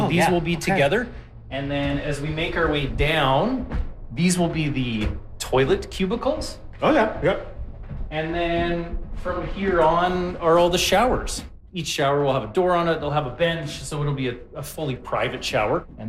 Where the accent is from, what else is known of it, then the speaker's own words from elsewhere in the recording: Kelowna, British Columbia, Canada; You know, I was born in Kelowna. I've lived here my whole life.